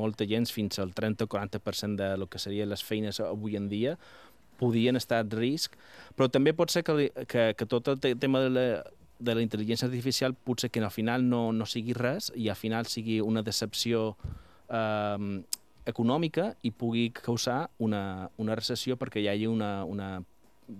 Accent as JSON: {"language": "Catalan", "town": "Palma", "region": "Balearic Islands", "country": "Spain", "also_born_or_lived": "Barcelona / Washington", "moved": "as an adult", "lives_now": "London, United Kingdom", "said": "Sí, som de Palma, sí."}